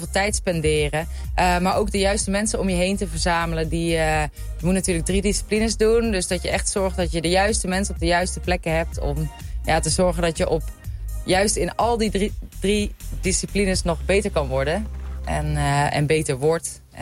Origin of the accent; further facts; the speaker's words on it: Netherlands; also born or lived in Enschede; now in Brabant, Netherlands; Ja, ik ben al een heel tijd verhuisd naar Brabant. Maar inderdaad, oorspronkelijk kom ik uit Badmen en ik heb in Enschede op de universiteit gestudeerd.